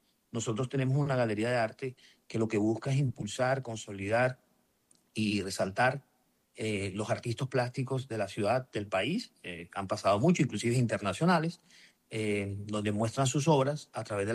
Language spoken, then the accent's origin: Spanish; Barranquilla, Atlántico, Colombia; Bueno, Carlos, yo como barranquillero, yo me siento muy orgulloso